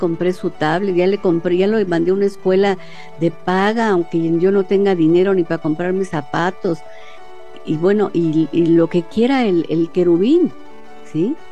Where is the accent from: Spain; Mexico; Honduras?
Mexico; debemos aterrizar como mexicanos